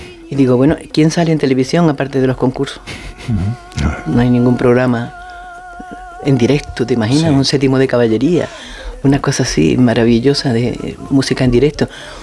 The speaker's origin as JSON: {"language": "Spanish", "town": "Huelva", "region": "Andalusia", "country": "Spain", "said": "Yo soy de Huelva y me encanta el fandango."}